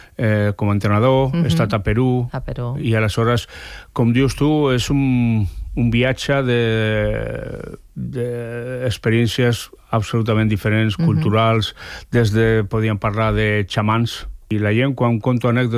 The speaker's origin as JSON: {"language": "Catalan", "town": "San Sebastián", "region": "Basque Country", "country": "Spain", "also_born_or_lived": "Navarre", "lives_now": "Barcelona, Spain", "said": "És a dir, jo sóc de Sant Sebastià, o sóc navarro..."}